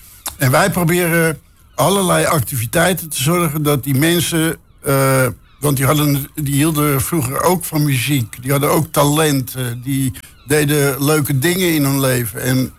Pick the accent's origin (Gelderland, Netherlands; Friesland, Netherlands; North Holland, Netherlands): North Holland, Netherlands; Beverwijk; also born or lived in Muiden; now in Heemskerk, Netherlands; 360 eigenlijk. Geboren in de Muiden. Opgegroeid in Beverwijk. En woon nu in Heemskerk.